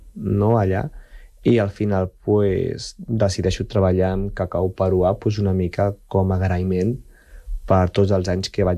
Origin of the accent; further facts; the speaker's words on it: Barcelona, Catalonia, Spain; moved away as an adult; also born or lived in Peru; jo soc de Barcelona, però vaig viure durant molts anys al Perú